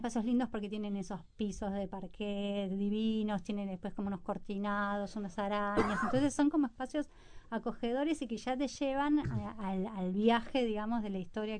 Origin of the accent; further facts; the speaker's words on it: Buenos Aires, Argentina; yo me crié en Buenos Aires, y entonces en Buenos Aires aprendí a bailar tango